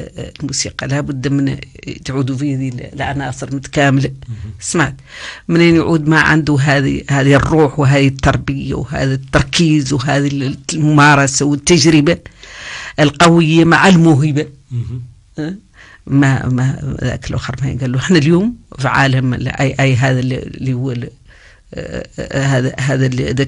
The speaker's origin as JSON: {"language": "Arabic", "country": "Mauritania", "said": "ونحن هون موريتاني"}